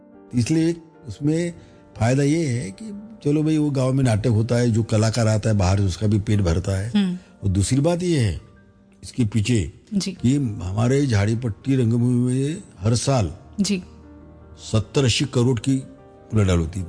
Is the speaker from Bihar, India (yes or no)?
no; Noregaon, Maharashtra, India; also born or lived in Bombay; मैं मेरा असली जो क्या बोलते उसको जो उसके ऊपर संस्कार बोलती हूँ नोरगांव में हुई चंद्रपुर जिले में जो बालाजी पटेल मेरे मामू थे वहाँ मेरे प्राइमरी शिक्षण से मैं वहाँ गया